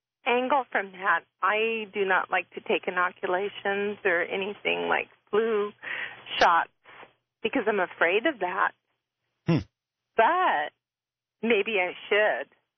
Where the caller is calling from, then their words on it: Glendora, California, United States; Hi, I'm calling from Glendora, California.